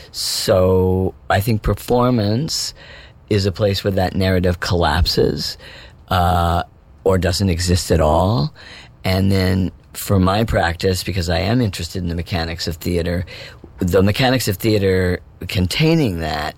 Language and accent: English; United States; as American audiences